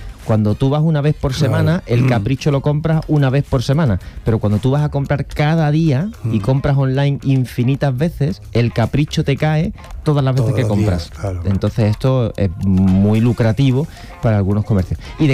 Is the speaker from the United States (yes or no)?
no; Cádiz, Andalusia, Spain; born there; Bueno, yo nací en Cádiz y entonces...